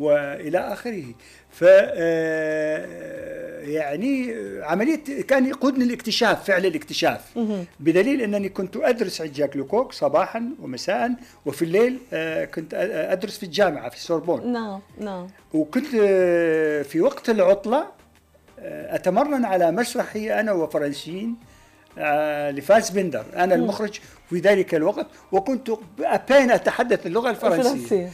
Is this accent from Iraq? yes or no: yes; Iraq; moved away as an adult; now in France; أنا كممثل عراقي